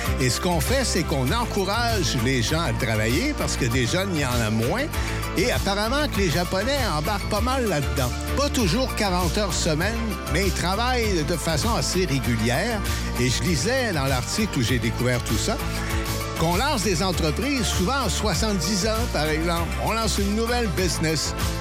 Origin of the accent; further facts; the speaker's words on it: New Brunswick, Canada; chez nous, au Nouveau-Brunswick